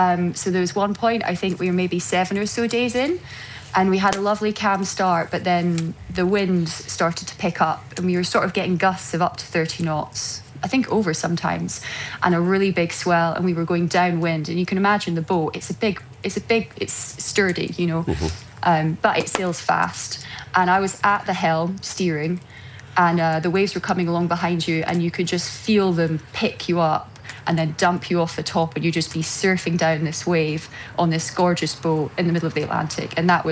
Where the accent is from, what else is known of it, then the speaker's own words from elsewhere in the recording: Scotland, United Kingdom; being Scottish, I think it's fantastic to have it as a really proper homecoming, coming back into Scotland.